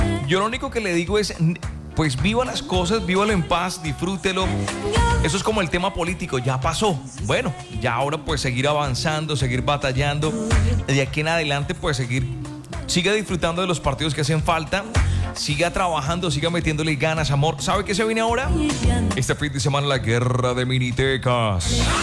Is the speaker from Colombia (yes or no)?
yes; Colombia; Queríamos, como cualquier colombiano, llegar lejos y por lo menos avanzar.